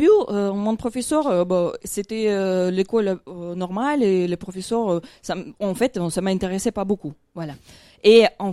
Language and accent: French; Russia; Bah, peut-être c'est parce que moi, j'ai grandi en Russie.